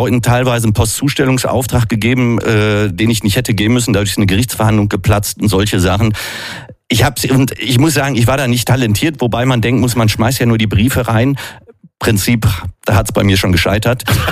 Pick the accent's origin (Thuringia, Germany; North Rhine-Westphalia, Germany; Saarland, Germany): North Rhine-Westphalia, Germany; Bochum; Ich komme aus Bochum, aus dem Ruhrpott, bin Gitarrist, Comedian.